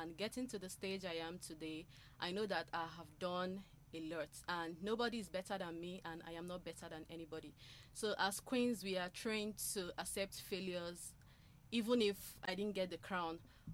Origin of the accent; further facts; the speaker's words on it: Egede, Enugu State, Nigeria; I am from Egede in Udi local government area of Enugu State, Nigeria.